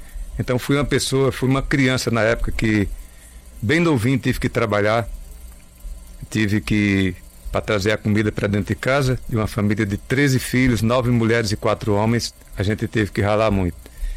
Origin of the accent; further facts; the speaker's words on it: Iguatu, Ceará, Brazil; also born or lived in Cariús, Ceará; Nasci em São Bartolomeu, uma vilazinha de Cariús. Cariús é uma cidade depois de Iguatu. Uma família de 13 filhos. Meu pai teve que ralar muito. Sou filho de um agricultor. As eras de 70, aquela grande seca nos expulsou daquela região.